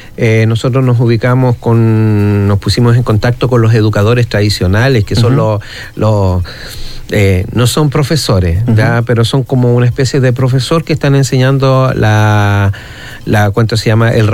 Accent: Los Vilos, Coquimbo, Chile; yo soy vileño, ya, pero fui criado en Agua Amarilla. O sea, claro, nací en Agua Amarilla porque no hay posta, no hay nada.

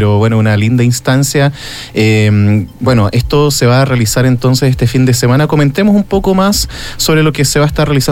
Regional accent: Los Vilos, Coquimbo, Chile; Uno como vileño, yo soy nacido y criado acá en Los Vilos

